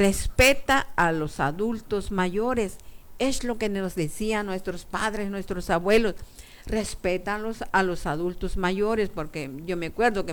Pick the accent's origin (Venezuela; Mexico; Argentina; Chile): Mexico; Huautla; yo vengo del municipio de Huautla. En el municipio de Huautla decimos algunos conceptos, algunos términos, así como lo hablamos en el municipio.